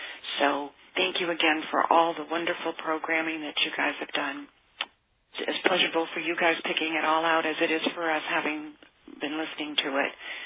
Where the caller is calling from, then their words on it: Boca Raton, Florida, United States; I'm from Boca Raton, Florida.